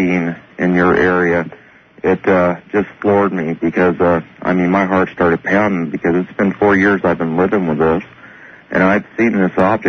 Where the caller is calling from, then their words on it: Orange County, California, United States; I'm from Orange County, California.